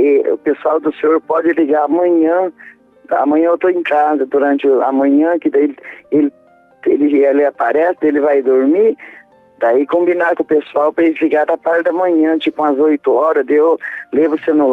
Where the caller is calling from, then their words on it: Curitiba, Paraná, Brazil; Daqui de Curitiba mesmo.